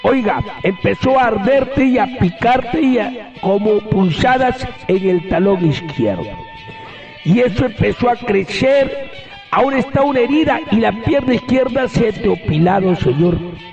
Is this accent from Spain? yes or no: no; Cañaris, Lambayeque, Peru